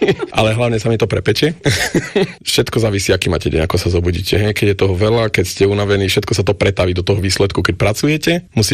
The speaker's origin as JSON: {"language": "Slovak", "town": "Poprad", "region": "Prešov Region", "country": "Slovakia", "moved": "as an adult"}